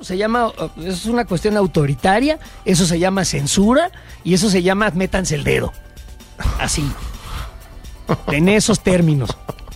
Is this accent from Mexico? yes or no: yes; Mexico; Yo soy tan mexicano como ese señor que está bailando de conchero.